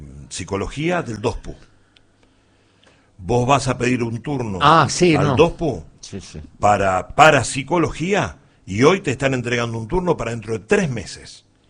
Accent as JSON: {"language": "Spanish", "country": "Argentina", "said": "Tiene 75 mil millones, somos 45 millones argentinos."}